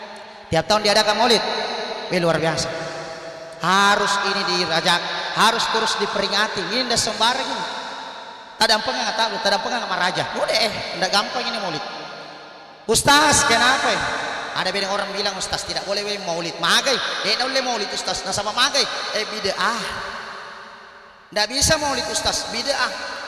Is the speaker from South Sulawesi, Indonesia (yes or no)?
yes; Makassar, South Sulawesi, Indonesia; karena kebetulan saya dari Makassar kodong. Biasa jauh-jauh dari Makassar.